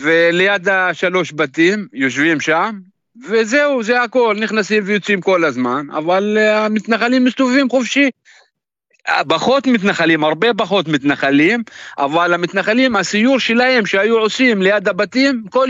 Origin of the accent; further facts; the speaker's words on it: Qusra, West Bank, Palestine; אנחנו כבר מ-7 לאוקטובר, הכפר שלנו סגור, יש שער, הכניסה לכפר היא סגורה